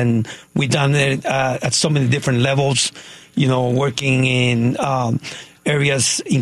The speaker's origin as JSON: {"language": "English", "town": "Los Angeles", "region": "California", "country": "United States", "tie": "born or raised there", "said": "I am a native from Hollywood, California."}